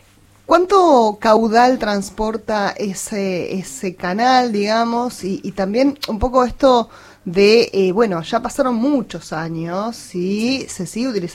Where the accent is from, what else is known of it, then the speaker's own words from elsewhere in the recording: San Antonio Oeste, Río Negro, Argentina; yo soy de San Antonio